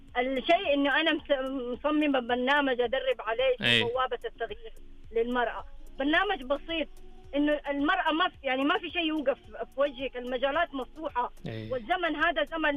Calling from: Jeddah, Makkah Province, Saudi Arabia

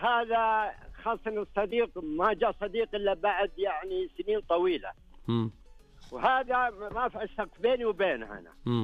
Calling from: Al-Qassim, Saudi Arabia; أنا أكلمكم من القصيم.

